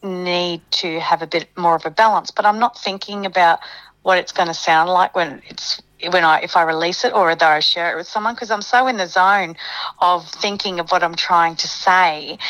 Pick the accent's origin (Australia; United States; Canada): Australia; Ipswich, Queensland; accent: ocker; So I grew up just near Ipswich in Queensland, sort of in between Ipswich and Brisbane.